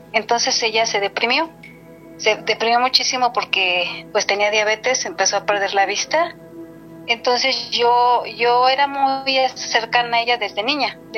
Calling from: Toluca, State of Mexico, Mexico; De aquí, de Toluca, del Estado de México.

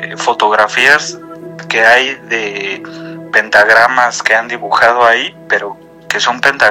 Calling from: State of Mexico, Mexico; Del Estado de México.

